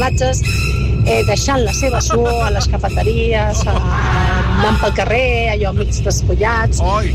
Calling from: Catalonia, Spain; visc a la Costa Brava

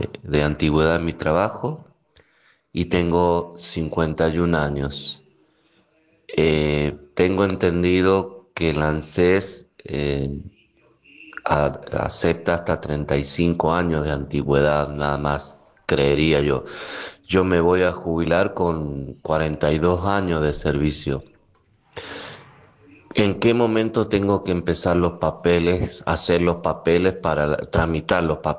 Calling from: San Juan, Argentina; de San Juan. Una pregunta, tengo 27 años de antigüedad en mi trabajo y tengo 51 años.

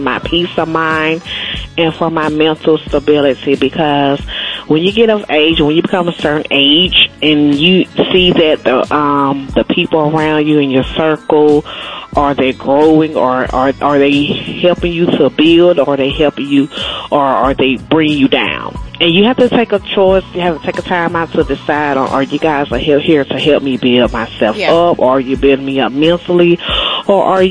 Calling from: Decatur, Georgia, United States; I'm from Decatur, Georgia.

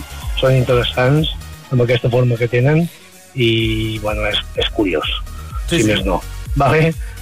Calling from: Olot, Catalonia, Spain

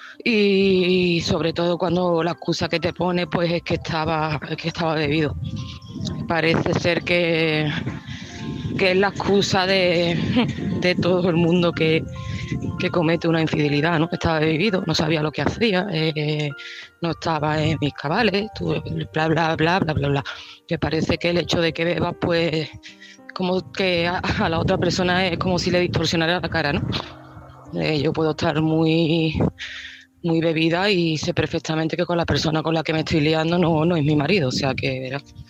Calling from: Seville, Andalusia, Spain; de Sevilla

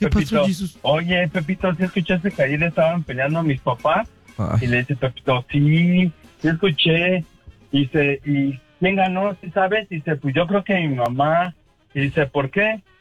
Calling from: Mexico City, Mexico; De Coajimalpa.

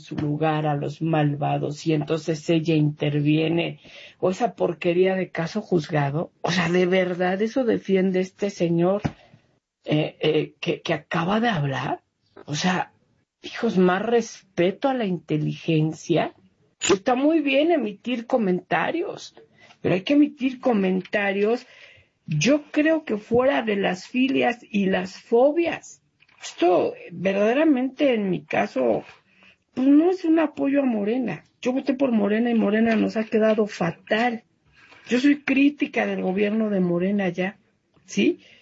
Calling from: Mexico City, Mexico; de Ciudad de México.

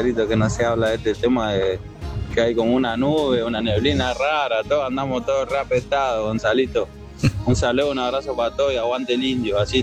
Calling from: Lomas de Zamora, Buenos Aires Province, Argentina; de Loma de Zamora, Villa Fiorito, el barrio del Diego.

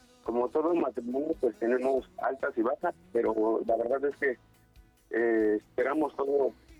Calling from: Ixtapaluca, State of Mexico, Mexico; De Iztapaluca.

